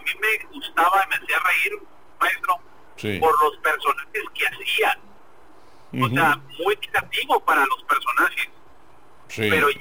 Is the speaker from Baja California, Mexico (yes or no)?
yes; Tijuana, Baja California, Mexico; Me preguntó qué hacía ahí en Ciudad de México, o si era de ahí. Le dije, no, pues vengo de Tijuana, tenemos un evento de boxeo